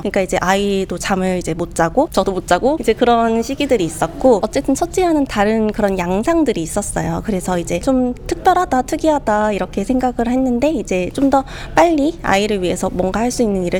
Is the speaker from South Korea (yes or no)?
yes; South Korea; 한국인 연사로서는 유일하게 이제 단독 무대에서 이제 발표를 했어요.